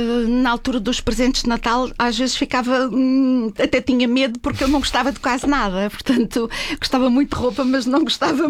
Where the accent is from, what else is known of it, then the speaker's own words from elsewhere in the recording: Madeira, Portugal; now in Lisbon, Portugal; eu também tive sorte de ter nascido na, a Madeira tem o lado de isolamento, mas também tem aquele lado paraíso de grupinhos, de amigos, de bolha de conforto.